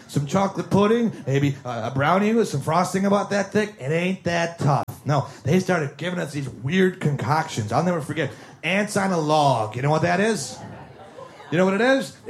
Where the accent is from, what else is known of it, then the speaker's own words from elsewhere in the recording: Milwaukee, Wisconsin, United States; When I grew up in Milwaukee, I grew up in the 70s. I'm getting older now